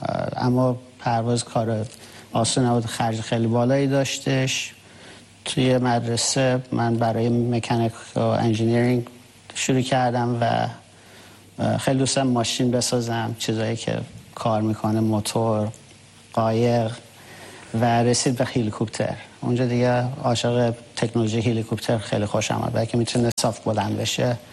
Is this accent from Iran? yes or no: yes; Tehran, Tehran Province, Iran; من سال 1974 توی تهران به دنیا آمدم